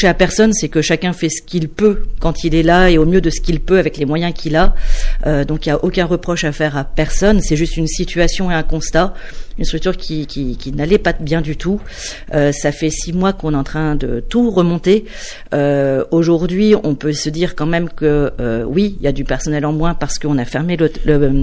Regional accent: Metz, Grand Est, France; moved away; also born or lived in Toulouse / Lyon; moi, je suis née à Metz, je suis partie longtemps, Toulouse, Lyon, enfin, j'ai un petit peu navigué en France. Un jour, je suis revenue à Metz, mais pour une Messine pure souche

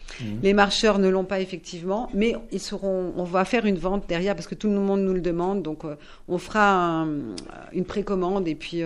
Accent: Auvergne-Rhône-Alpes, France; now in Longwy, France; moi, je ne suis pas de Longwy, il faut le savoir. Moi, je suis savoyarde, mais ça fait maintenant quelques années que j'habite ici.

